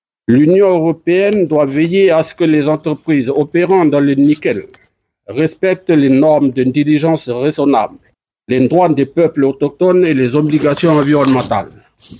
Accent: New Caledonia; Si jamais vous venez là-bas chez nous, en Akiti, vous allez voir comment on vit là-bas.

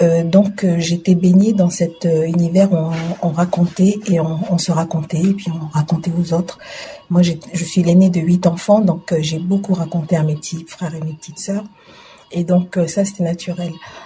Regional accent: New Caledonia; born there; On était dans la jungle, ce qu'on appelle la jungle là où j'habite à Waimea.

